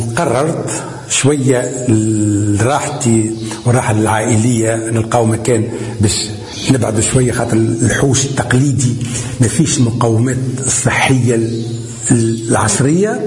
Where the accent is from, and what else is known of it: Tunis, Tunis Governorate, Tunisia; born or raised there; first language Amazigh (Berber); Arabic is a second language; moved away as an adult; now in Tamezret, Tunisia